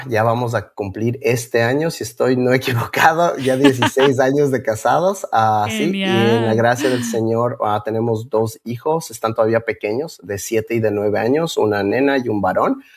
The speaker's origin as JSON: {"language": "Spanish", "country": "Ecuador", "moved": "yes", "lives_now": "Quito, Ecuador", "said": "mi esposa es de los Estados Unidos, yo soy ecuatoriano, vivimos en Ecuador"}